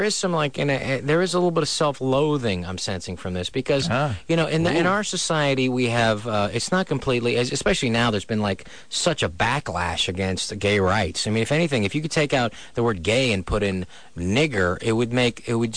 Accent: San Francisco, California, United States; I grew up in San Francisco.

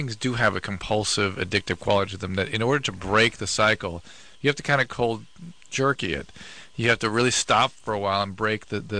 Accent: Denver, Colorado, United States

